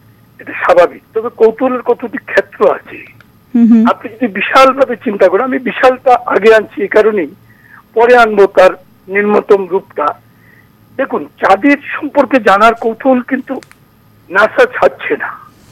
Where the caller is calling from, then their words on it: India; বাজারঘাট মাতৃপল্লী থেকে।